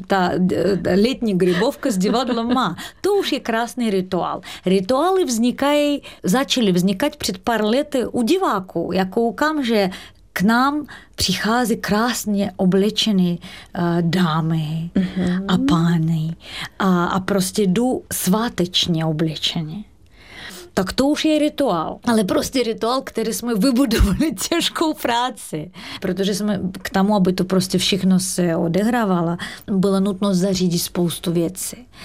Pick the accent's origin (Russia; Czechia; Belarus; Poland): Russia; accent: Russian; Czech is a second language; now in Czech Republic; když někdo slyší můj ruský přízvuk